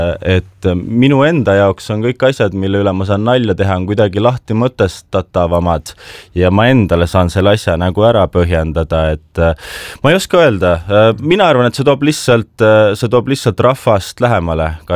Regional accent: Saare County, Estonia; Ma olen Saaremalt pärit

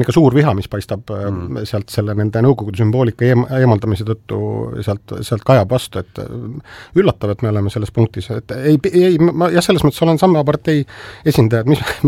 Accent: Saare County, Estonia; Viktor Kingissepp, eks ju, nii-öelda minu kodusaarelt pärit, eks ju, selline erakordselt ebaõnnestunud monument, mille Saaremaa kommunistid paigutasid veel 87. aastal vist.

